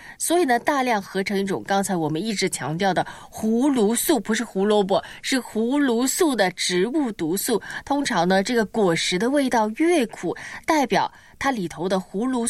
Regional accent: Guangdong, China; 我们广东人不是很喜欢饮茶吗？

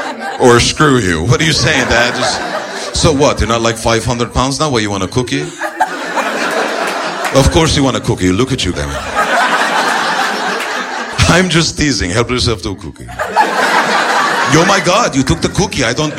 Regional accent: Texas, United States; I'm Texan, man. Bullshit. Where were you born? I was born in, like, the North Texas, like, up.

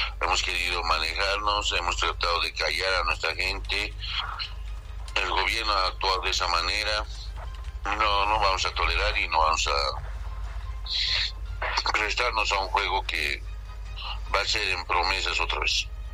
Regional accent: Bolivia; Todos somos bolivianos, yo llevo poncho, no lleve, todos estamos en un conjunto de unidad.

